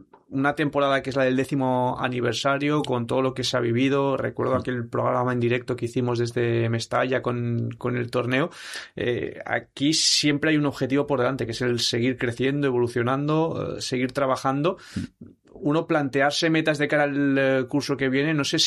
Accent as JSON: {"language": "Spanish", "country": "Uruguay"}